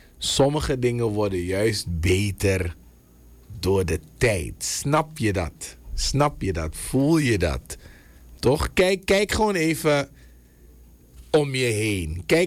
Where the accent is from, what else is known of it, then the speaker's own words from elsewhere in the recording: Suriname; als Surinamers